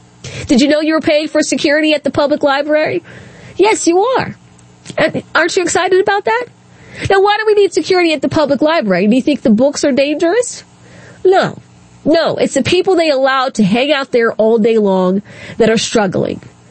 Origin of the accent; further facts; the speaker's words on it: Maryland, United States; I grew up in Southern Maryland.